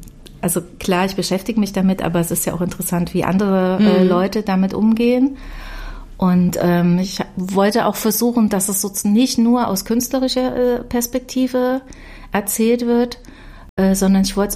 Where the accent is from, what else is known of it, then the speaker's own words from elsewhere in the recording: Weimar, Thuringia, Germany; moved away; Ich komme ja aus Weimar